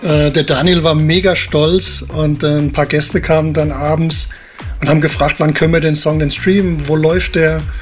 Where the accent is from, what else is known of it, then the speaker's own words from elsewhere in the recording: Hesse, Germany; Oder gute, wie man bei uns in Hessen sagt.